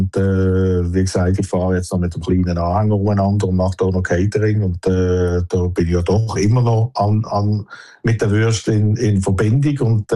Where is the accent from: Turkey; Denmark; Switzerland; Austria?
Switzerland; moved away; ich bin halt ein Schweizer